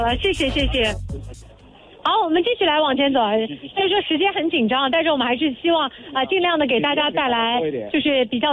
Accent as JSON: {"language": "Chinese", "town": "Gande", "region": "Qinghai", "country": "China", "said": "我们是来自青海省婆罗洲甘德县，甘德县是我们上海对口支援的，"}